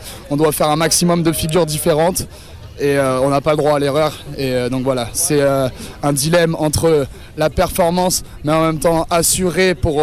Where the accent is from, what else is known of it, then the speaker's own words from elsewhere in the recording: Saint-Nazaire, Pays de la Loire, France; je suis français, je viens de Saint-Nazaire. J'ai 25 ans